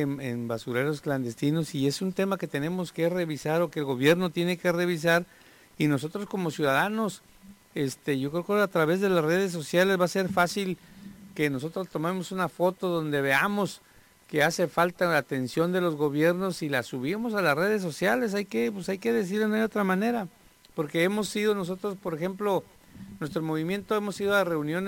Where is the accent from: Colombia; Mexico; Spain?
Mexico; Tijuana, Baja California; nuestra Tijuana